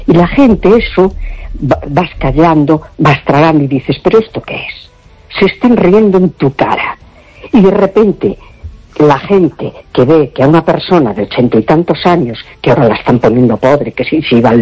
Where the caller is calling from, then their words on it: A Coruña, Galicia, Spain; de La Coruña.